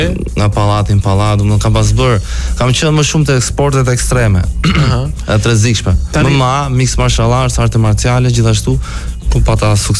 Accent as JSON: {"language": "Albanian", "town": "Tirana", "region": "Tirana County", "country": "Albania", "tie": "born or raised there", "said": "Unë jam në Tiranë, gjithashtu babai im, por më origjinë gjyshi ka ardhur nga Përmeti, është përmetar, ka ardhur i vogël."}